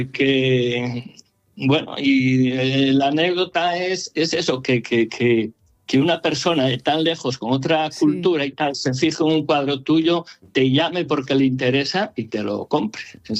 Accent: Pola de Allande, Asturias, Spain; Yo particularmente soy de Pola de Allande. Hoy estoy hablando desde Pola de Allande.

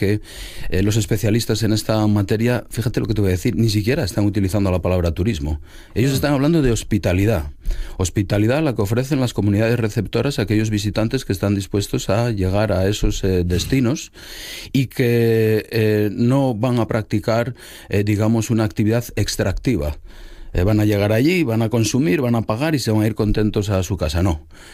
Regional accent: Asturias, Spain; yo soy asturiano, quería barrer un poquito para casa

